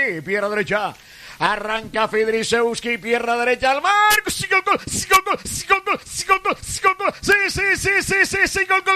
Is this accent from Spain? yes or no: no; Barranquilla, Atlántico, Colombia; 4 tiene el equipo de mi tierra